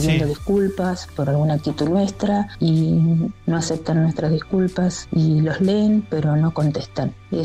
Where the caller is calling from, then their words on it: Gerli, Buenos Aires Province, Argentina; de Gerli.